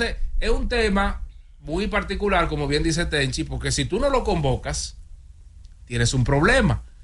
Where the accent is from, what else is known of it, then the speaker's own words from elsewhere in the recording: Dominican Republic; una mala costumbre como dominicanos?